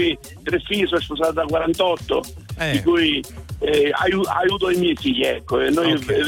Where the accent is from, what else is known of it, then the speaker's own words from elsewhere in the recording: Campania, Italy; Io sono della costiera amalfitana.